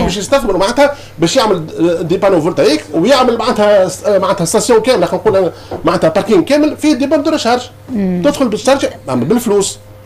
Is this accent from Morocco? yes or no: no; Tunisia; عندنا في تونس